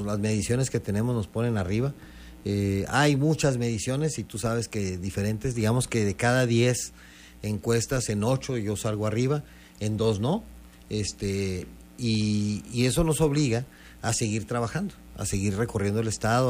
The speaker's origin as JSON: {"language": "Spanish", "town": "Ciudad Juárez", "region": "Chihuahua", "country": "Mexico", "said": "en Juárez, pues es mi tierra"}